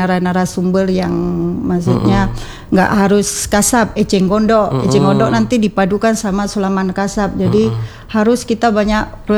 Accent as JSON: {"language": "Indonesian", "town": "Meulaboh", "region": "Aceh", "country": "Indonesia", "said": "daerah khususnya kita Melabo, Aceh Barat"}